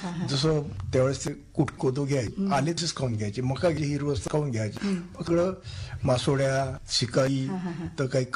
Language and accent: Marathi; Buldhana, Maharashtra, India; अजून आमच्या घरी बुलढाणा मी असताना